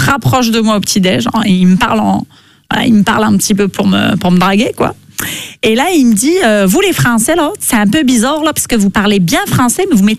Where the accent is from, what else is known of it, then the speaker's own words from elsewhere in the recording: Paris, Île-de-France, France; Moi je suis parisienne déjà